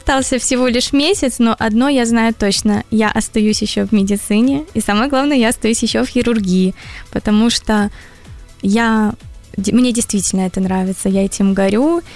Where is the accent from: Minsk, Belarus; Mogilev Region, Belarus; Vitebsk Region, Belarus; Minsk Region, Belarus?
Mogilev Region, Belarus; Mogilev; moved away as an adult; так как я сама из Могилева и приехала сюда по распределению